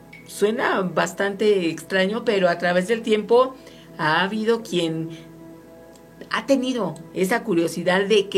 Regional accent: Guadalajara, Jalisco, Mexico; yo soy de Guadalajara y desde niña me contaban que nadie podía terminar ese rosario.

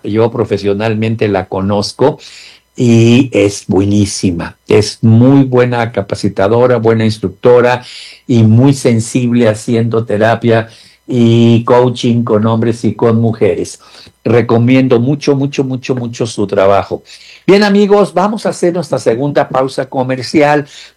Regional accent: Cuernavaca, Morelos, Mexico; born there; allá cerquita de donde yo nací, Cuernavaca.

